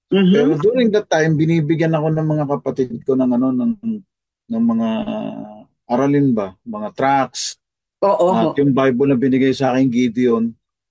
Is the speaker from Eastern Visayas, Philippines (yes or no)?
no; Makati, Metro Manila, Philippines; moved away; nandoon ako sa may Makati, taga Makati kami.